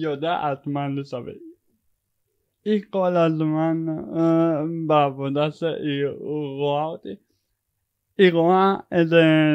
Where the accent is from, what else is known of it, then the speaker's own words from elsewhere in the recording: Judea and Samaria Area, Israel; now in Yavne, Israel; אני מהשומרון. אני גר עכשיו ביבנה, יש לי דירה עם משותפים.